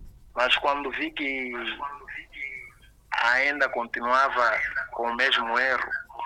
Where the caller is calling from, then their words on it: Nampula, Mozambique; falo de Nampula.